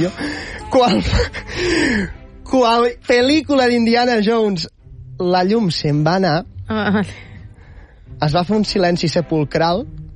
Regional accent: Tàrrega, Catalonia, Spain; moved away as an adult; Jo me'n vaig marxar de Tàrrega sobre els 18 anys, perquè el que passa és que a Lleida hi ha tres esdeveniments canònics.

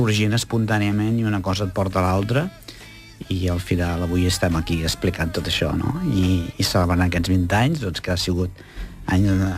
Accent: Monistrolet, Catalonia, Spain; jo sóc de Monistrolet, una masia de Monistrolet

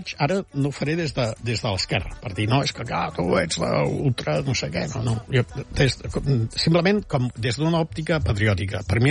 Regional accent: Catalonia, Spain

